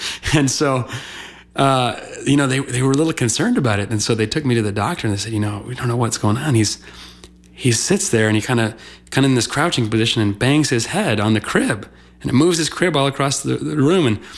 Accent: Las Cruces, New Mexico, United States; born there; I was born in New Mexico, in Las Cruces, New Mexico.

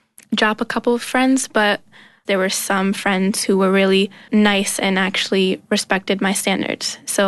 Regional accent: Boston, Massachusetts, United States; I'm from Boston. I lived there a lot of my life.

